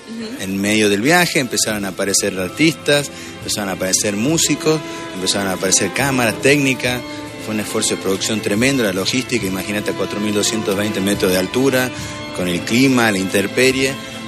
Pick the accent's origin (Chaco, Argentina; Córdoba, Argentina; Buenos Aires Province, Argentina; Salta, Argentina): Salta, Argentina; lo que somos los salteños